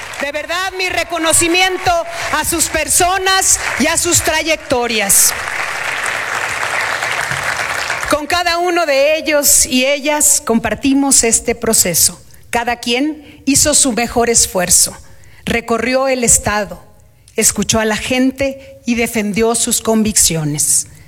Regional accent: Sonora, Mexico; Soy una mujer sonorense y lo digo con orgullo.

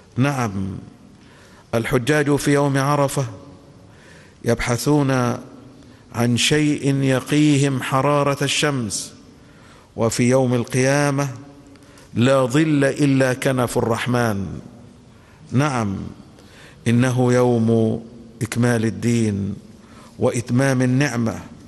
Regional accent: Egypt; وأن يحفظ بلدنا مصر من كل مكروه وسوء

